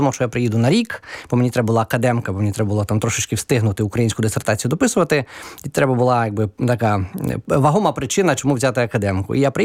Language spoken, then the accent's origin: Ukrainian; Dubno, Rivne Oblast, Ukraine; moved away as an adult; also born or lived in Ternopil / Lutsk; now in Poland; я народився в Тернополі в сім'ї студентів-медиків. Вони довчилися, приїхали на Рівненщину, там, в місто Дубно працювати в лікарні. Я виховувався на Рівненщині